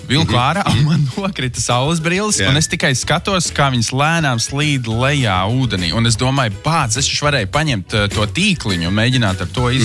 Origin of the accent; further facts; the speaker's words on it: Cēsis, Cēsis Municipality, Latvia; born there; Man bija draugs Pēters, bērnībā Cēsīs